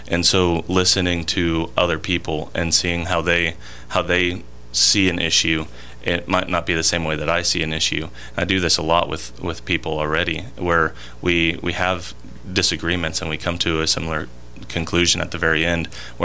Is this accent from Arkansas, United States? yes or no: yes; Harrison, Arkansas, United States; born there; my dad's here, my stepmom's here, my family's been from here. I was born here in Harrison, and so I just love this place.